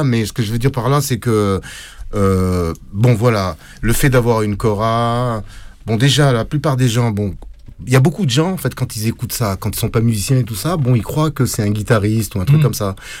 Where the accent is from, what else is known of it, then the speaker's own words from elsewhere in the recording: Senegal; also born or lived in Morocco; now in France; c'est le tama chez nous, au Sénégal.